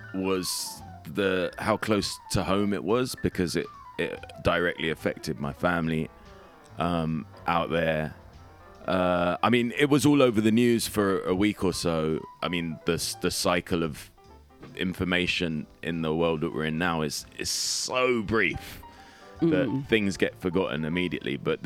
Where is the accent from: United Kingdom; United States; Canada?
United Kingdom; London; I've always felt like a Londoner, like feeling British, however you look at it.